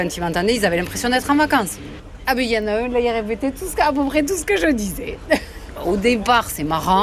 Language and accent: French; South-West France, France; now in central France; moi je suis originaire du sud-ouest et maintenant on est dans le centre de la France. Et quand je suis arrivée dans le centre de la France, les gens ils répétaient chaque fois ce que je disais.